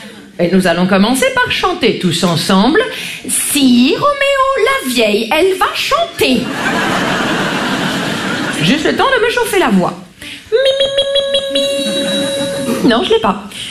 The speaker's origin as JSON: {"language": "French", "region": "Grand Est", "country": "France", "said": "Vous savez, moi je viens des Vosges."}